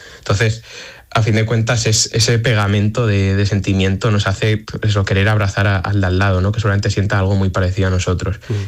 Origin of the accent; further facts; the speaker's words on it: Aragon, Spain; O sea, yo soy de un pueblo de Teruel, y ahí estaré con mi padre.